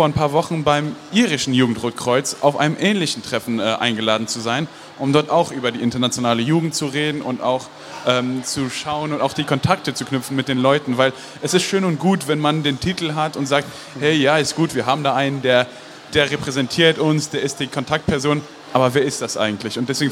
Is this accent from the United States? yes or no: no; Luxembourg; moved away as an adult; Ich bin aus Luxemburg geboren und dort aufgewachsen.